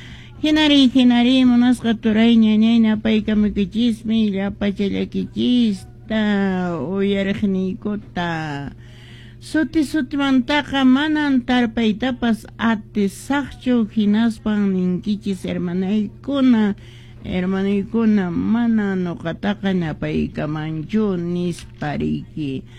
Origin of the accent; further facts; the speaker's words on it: Cusco, Peru; ¿Dónde están nuestros hermanos que somos de Cusco, de somos Perú, peruanos?